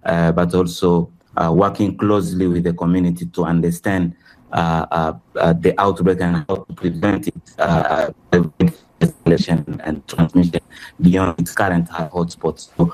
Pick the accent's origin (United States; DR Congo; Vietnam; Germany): DR Congo; Goma, North Kivu; English is a second language; I grew up in Goma and experienced at my early age one of the worst cholera outbreak in the region.